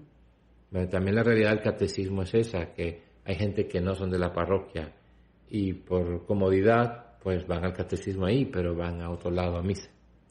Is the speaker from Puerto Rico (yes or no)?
yes; Puerto Rico; moved away; En mi parroquia allá en Puerto Rico.